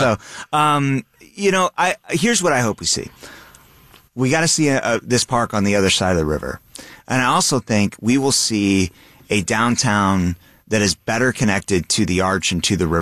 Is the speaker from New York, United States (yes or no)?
no; St. Louis, Missouri, United States; as a St. Louisan and as an American